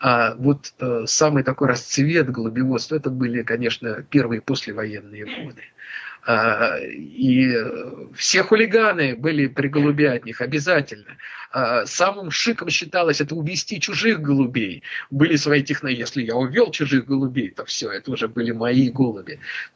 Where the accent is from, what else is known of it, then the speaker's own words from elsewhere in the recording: Moscow, Russia; я же старенький, да? Мне 60 лет, поэтому я застал еще вот такую Москву с голубятнями. Я помню свое детство, я вырос на Арбате.